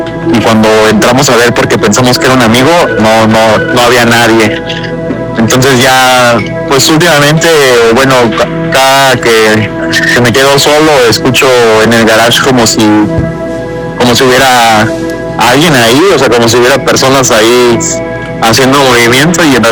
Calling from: State of Mexico, Mexico; Potosí, Cali, Estado de México.

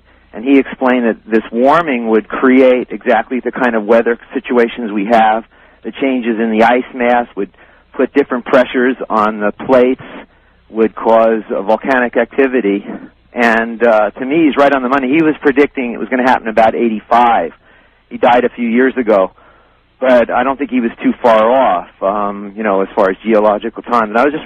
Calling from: Kona, Hawaii, United States; I'm calling you from Kona on the slopes of Mauna Loa, our active volcano over here.

